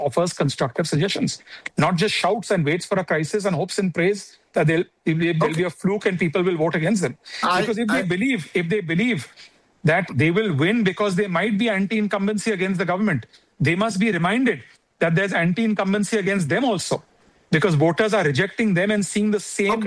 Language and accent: English; India; I believe as an Indian, I want a strong opposition in my country.